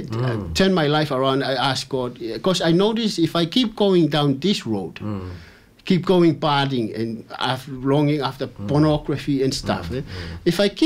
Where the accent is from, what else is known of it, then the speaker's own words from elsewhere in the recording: Tonga; Because before I came from Tonga, I can see beautiful girls, beautiful